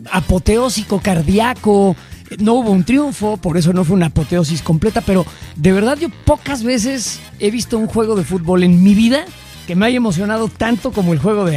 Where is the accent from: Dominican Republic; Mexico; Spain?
Mexico; Somos los mexicanos y la verdad, los ojetes que nos gobiernan son los que nos dividen.